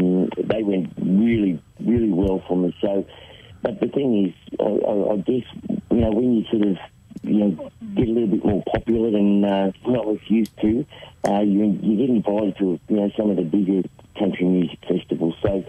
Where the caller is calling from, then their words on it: Tamworth, New South Wales, Australia; In Tamworth, mate, yeah.